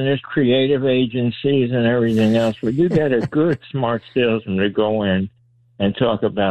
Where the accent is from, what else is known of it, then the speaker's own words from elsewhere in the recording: Westchester County, New York, United States; Well, I was raised in Westchester County, and I've been through the whole radio thing. I'm 81 years old now.